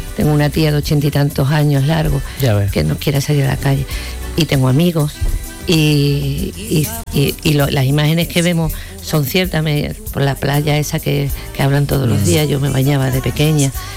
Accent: Ceuta, Spain; moved away; Yo me crié en Ceuta. Me crié en Ceuta, como bien dice la gente de Ceuta, con cuatro culturas diferentes, sin ningún tipo de problema.

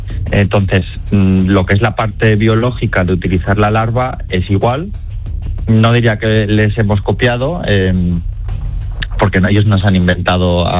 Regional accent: Málaga, Andalusia, Spain; uno de Almería y los otros 3 somos de Málaga.

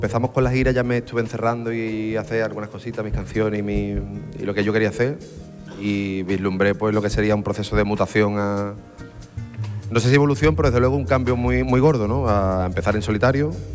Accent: Isla Cristina, Andalusia, Spain; born or raised there; also born or lived in Mérida

